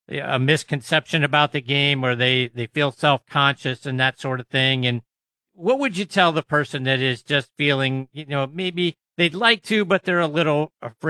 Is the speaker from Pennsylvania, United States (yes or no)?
yes; Pittsburgh, Pennsylvania, United States; But you know me, I'm from Pittsburgh. I'm a Penguins fan.